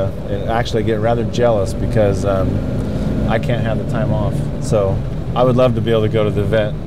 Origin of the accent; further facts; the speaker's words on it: Humboldt County, California, United States; also born or lived in Los Angeles; I grew up here in Humboldt County, so born and raised right here. I had to leave for a short time, 4 years, to Los Angeles, but I came back in 1990 and been up in Northern California ever since, so this is home for me.